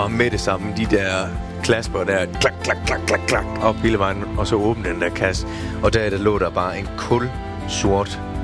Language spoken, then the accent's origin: Danish; Tønder, Region of Southern Denmark, Denmark; det er mit barndomshjem i Tønder, ude på Dyrhusvej. Sådan en rødstens murvilla der, murmestervilla.